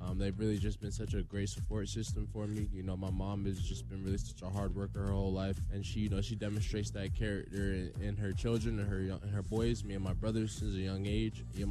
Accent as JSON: {"language": "English", "town": "Sanford", "region": "Florida", "country": "United States", "said": "I'm from Sanford, Florida."}